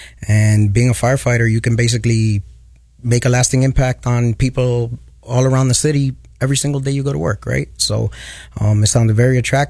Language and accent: English; Rochester, New York, United States; born there; we moved to Rochester, New York in 1995. I was 10 years old, moved up here from New York City.